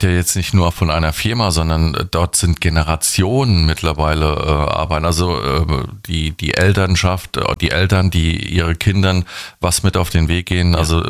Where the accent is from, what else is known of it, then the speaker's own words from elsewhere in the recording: Bad Kreuznach, Rhineland-Palatinate, Germany; Ich bin ja in Winzenheim groß geworden